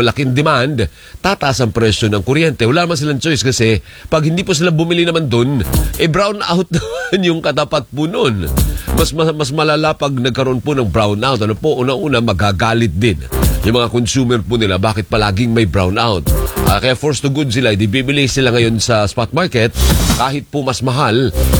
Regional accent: Bacolod, Western Visayas, Philippines; dyan sa amin sa Bacolod

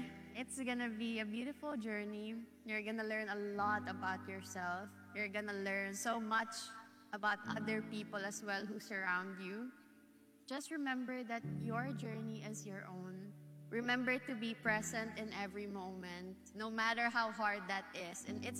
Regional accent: Candelaria, Calabarzon, Philippines; my hometown, my beloved Candelaria, Quezon Province, thank you for shaping me to be who I am today.

